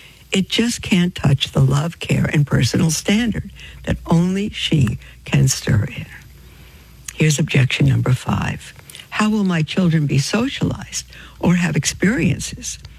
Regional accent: Brooklyn, New York, United States; when we were growing up in Brooklyn, we got a list of books that we needed for the year in public school, but we couldn't afford to buy them.

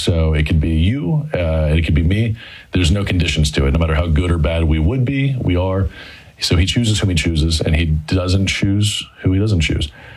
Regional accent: Douglasville, Georgia, United States; born or raised there

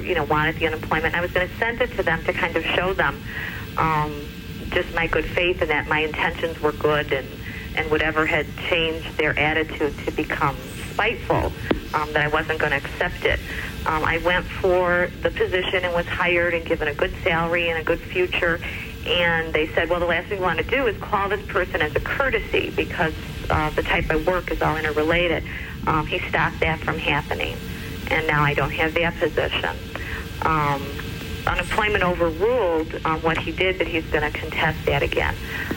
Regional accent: Chicago, Illinois, United States

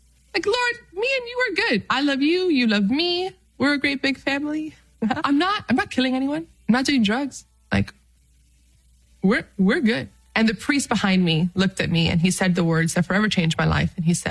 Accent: Dominican Republic; for those of you who do not know, I'm Dominican from the Dominican Republic, but I'm also Arabic. And my grandfather was raised in Bethlehem, you know, where Jesus was born.

